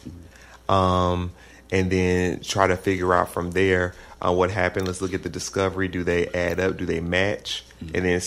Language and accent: English; Memphis, Tennessee, United States; I am, and I'm sure we'll get into it, but I'm from Memphis, Tennessee.